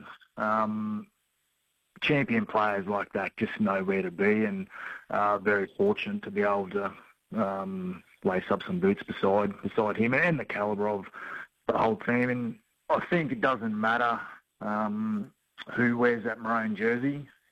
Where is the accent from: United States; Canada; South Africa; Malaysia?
Canada; Herbert, Saskatchewan; Like, I come from Herbert, and it's a small community, and we'd have 20 or 30 people at our place every year.